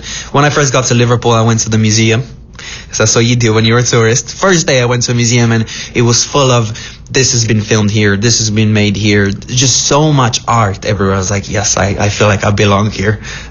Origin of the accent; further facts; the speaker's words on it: Transylvania, Romania; moved away; I'm from Transylvania.